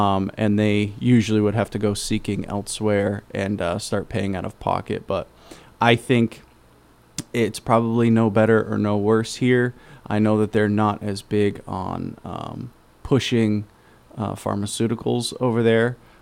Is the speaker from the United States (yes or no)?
yes; United States; Growing up in America and just being so used to this American culture